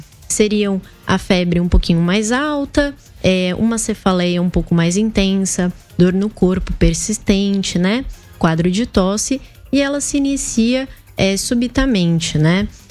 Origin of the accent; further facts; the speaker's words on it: Santos, São Paulo, Brazil; now in Piraju, Brazil; Não sou de Piraju, sou de Santos, mas agora pirajuense aí de coração.